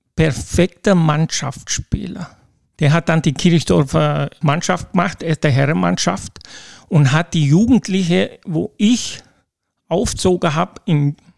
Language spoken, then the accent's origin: German; Blumenthal, Timiș County, Romania; moved away as an adult; now in Germany; Ich bin nochmal geboren in Rumänien, Blumenthal, habe dort 20 Jahre gelebt und dann bin ich zu meiner Frau gezogen nach Bruckenau, habe dort 10 Jahre gelebt